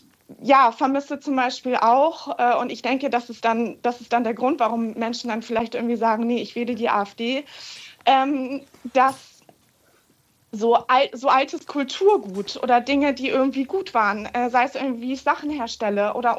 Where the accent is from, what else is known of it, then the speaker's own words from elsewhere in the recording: Spain; now in Hamburg, Germany; Ich bin selbst in Spanien groß geworden